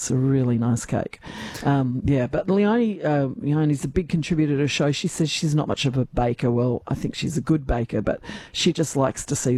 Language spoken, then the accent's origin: English; Adelaide Hills, South Australia, Australia; I'm from the Adelaide Hills, and we've just had our Adelaide show